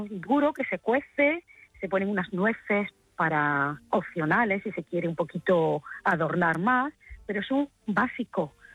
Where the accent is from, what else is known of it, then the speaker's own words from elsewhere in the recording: Granada, Andalusia, Spain; Bueno, yo soy de Granada.